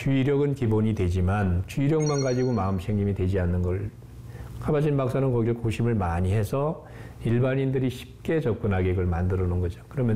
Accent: Cheongju, North Chungcheong, South Korea; 제가 고향이 저 충북 청주인데

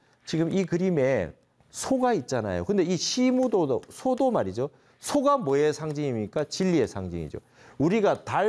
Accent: South Korea; 내가 한국인인 게 행복하다 이랬습니다.

